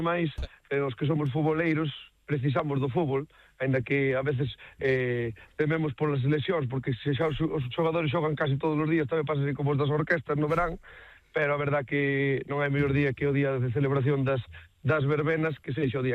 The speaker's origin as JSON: {"language": "Galician", "town": "Arteixo", "region": "Galicia", "country": "Spain", "tie": "born or raised there", "also_born_or_lived": "Vilarrodís", "said": "Eu son de Arteixo, pero nacido en Vilarrodís, e o equipo que tiñamos ali era o Oseiro."}